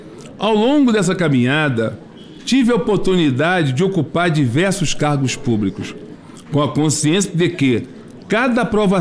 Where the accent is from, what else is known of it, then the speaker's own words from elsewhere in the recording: Rio de Janeiro, Brazil; Sou natural do Rio de Janeiro